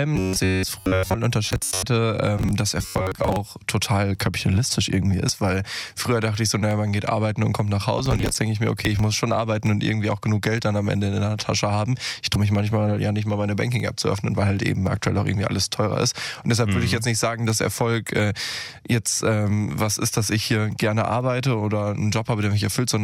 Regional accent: Lower Saxony, Germany; Als ich 5 war, da sind wir, ich komme aus Niedersachsen, mal nach Hannover gefahren.

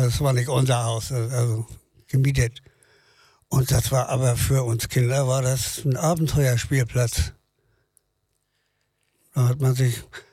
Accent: Hamburg, Germany; ich bin geboren im Berliner Tor Krankenhaus. Am Berliner Tor.

